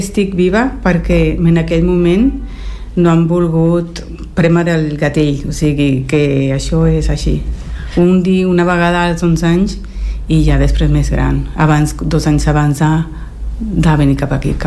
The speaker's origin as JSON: {"language": "Catalan", "town": "Ciudad Bolívar", "region": "Bolívar", "country": "Venezuela", "tie": "born or raised there", "also_born_or_lived": "Caracas", "moved": "yes", "lives_now": "Spain", "said": "Vaig néixer a Caracas, ah. Vaig fer la primària i batxillerat, sí, a Ciudad Bolívar."}